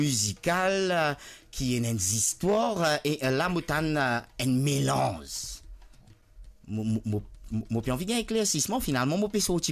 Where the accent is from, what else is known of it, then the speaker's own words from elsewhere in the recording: Mauritius; quand nous pensons à la peau cabri en tant que Mauricien, nous pensons à nos ravanes.